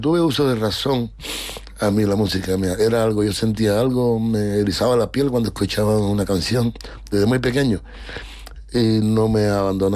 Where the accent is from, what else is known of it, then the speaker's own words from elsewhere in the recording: Cuba; also born or lived in Havana; Sí, a ver, efectivamente yo nací en La Habana, pero bueno, por situaciones tuvimos que irnos a un pueblito campesino